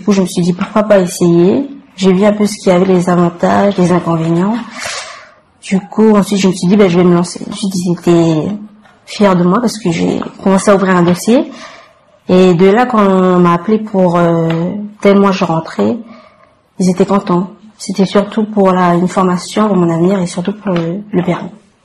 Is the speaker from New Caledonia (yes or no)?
yes; Canala, North Province, New Caledonia; j'ai 21 ans, je suis originaire de Kanala Ponérewan